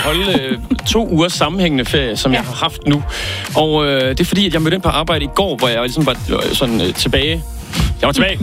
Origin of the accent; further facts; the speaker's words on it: Holstebro, Central Denmark Region, Denmark; moved away; mine gamle venner fra studiet og fra Holstebro, hvor jeg kommer fra.